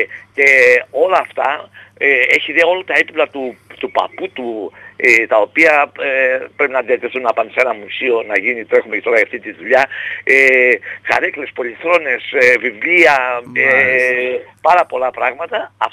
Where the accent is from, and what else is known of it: Vavdos, Central Macedonia, Greece